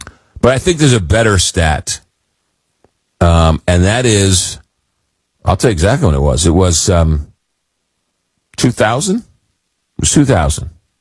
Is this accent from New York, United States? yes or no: yes; Long Island, New York, United States; I grew up in Long Island, and I used to go to New York, you know, when to go, whatever, you know, when I was in high school and college.